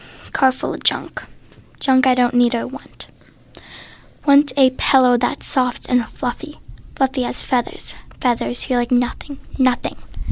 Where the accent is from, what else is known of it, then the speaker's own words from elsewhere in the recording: Pennsylvania, United States; I'm from the north side.